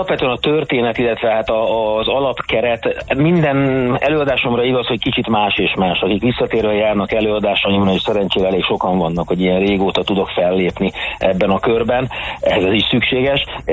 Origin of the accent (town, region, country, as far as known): Hungary